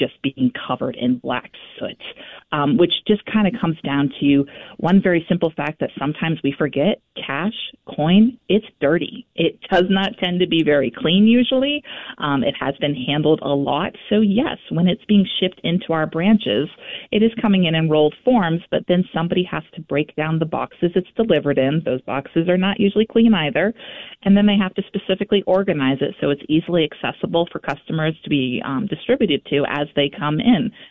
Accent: Maine, United States; Well, so for me, I'm actually not from Vermont. I grew up in central Maine, and I used to vacation up in Vermont with my grandparents

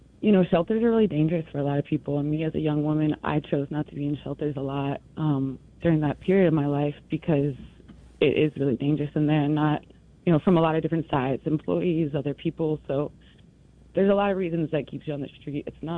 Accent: New Orleans, Louisiana, United States; Well, I'm from New Orleans, so I will say housing is a lot cheaper here

